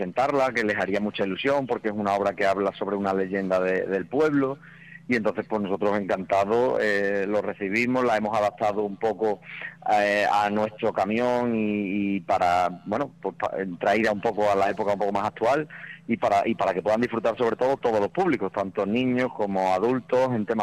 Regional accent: Almendralejo, Extremadura, Spain; Yo soy de Almendralejo y otra de las actrices también es de Almendralejo.

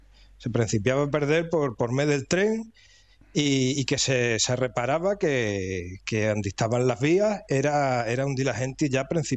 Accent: Extremadura, Spain; yo que soy de Pajó

